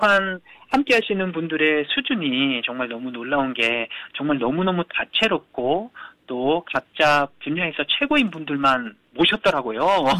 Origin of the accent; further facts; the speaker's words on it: Ulsan, South Korea; moved away; 우리 고향 울산에서는 교회 사역 외에는 정식 무대 설 기회가 거의 없었습니다.